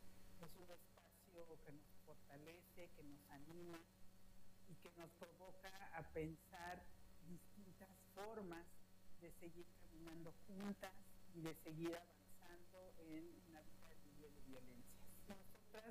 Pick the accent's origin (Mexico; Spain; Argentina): Mexico; del pueblo náhuatl de México.